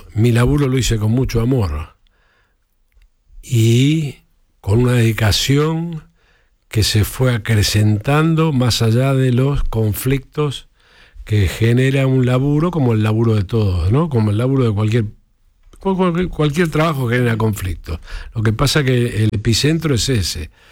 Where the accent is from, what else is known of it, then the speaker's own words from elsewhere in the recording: Chacarita, Buenos Aires, Argentina; Yo soy de Chacarita.